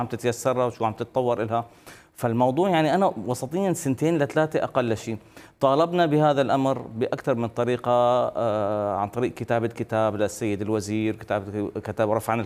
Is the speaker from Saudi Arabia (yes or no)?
no; Syria; moved away as an adult; now in Turkey; يعني انا كمثال شخصي، انا انسان طلعت من سوريا معي طفل صغير رضيع